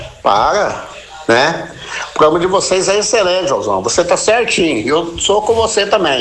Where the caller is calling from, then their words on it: Palmeiras de Goiás, Goiás, Brazil; aqui de Palmeiras de Goiás